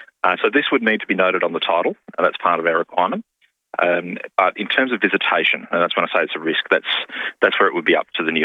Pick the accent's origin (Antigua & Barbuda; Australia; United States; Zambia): Australia; Tintinara, South Australia; Look, there's actually one in my hometown of Tintinara